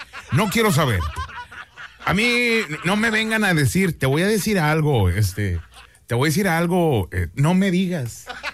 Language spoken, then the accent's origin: Spanish; Mexico; Buenos días, soy bien mexicano.